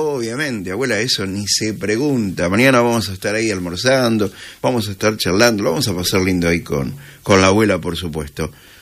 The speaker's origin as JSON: {"language": "Spanish", "town": "Urdampilleta", "region": "Buenos Aires Province", "country": "Argentina", "moved": "as an adult", "lives_now": "Bolívar, Argentina", "said": "cuando yo daba mis primeros pasos acá en la ciudad de Bolívar, ustedes saben que soy de Urdón Villeta, el otro pueblito"}